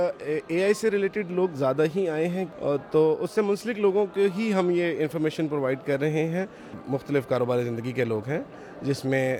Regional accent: Lahore, Punjab, Pakistan; اور ہم لاہور سے آئے ہیں۔

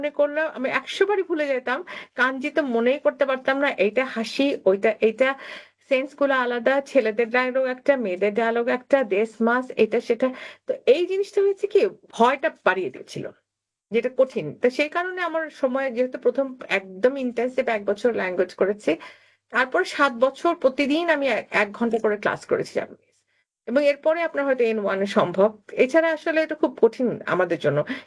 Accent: Dhaka, Dhaka Division, Bangladesh; now in Japan; আসলে আমার জন্ম ঢাকায়, আমি বড় হয়েছে রামপুরাতে, আমার দাদার বাড়ি গোপালগঞ্জে। আমার ছোটবেলার মেমোরি বলতে সব ঢাকাতেই, মাঝে মাঝে হয়তো তখন গোপালগঞ্জে দেখতাম।

